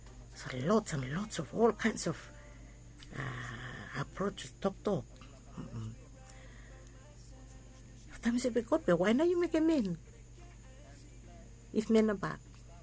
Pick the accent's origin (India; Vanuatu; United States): Vanuatu; because I'm from Vanuatu, but I lecture in law.